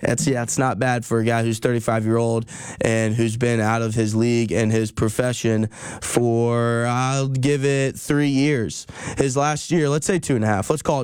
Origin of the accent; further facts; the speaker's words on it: Atlanta, Georgia, United States; now in Fort Worth, United States; I'm from Atlanta, Georgia, and I'm a senior here at TCU